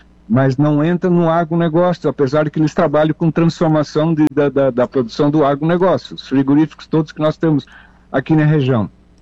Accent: Forquilhinha, Santa Catarina, Brazil; Eu me lembro na minha infância, lá na Forquilinha, o pessoal tirava o leite e levava lá para a Palhoça para refrigerar o leite

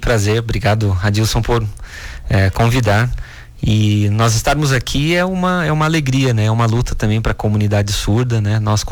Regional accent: São Paulo, Brazil; Bom, eu sou natural de São Paulo

